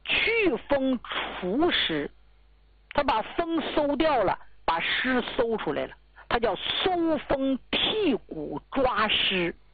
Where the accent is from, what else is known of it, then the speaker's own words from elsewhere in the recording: Northeast China, China; 寒邪就是冷啊，咱们东北人不知道吗？大冬天冻得嘎巴嘎巴冷，在外边醒大鼻涕都能冻成柱来啊，那冰凉冰凉的，零下二三十度。